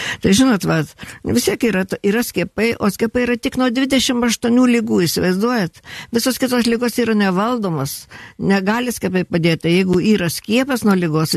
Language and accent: Lithuanian; Telšiai, Telšiai County, Lithuania; aš esu iš Telšių. Aš gimiau Telšiuose, mokiausi Telšiuose